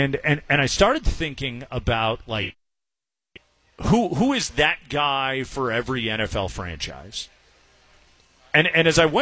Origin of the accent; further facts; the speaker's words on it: Chicago, Illinois, United States; you know I'm from Chicago. I grew up a Bears fan.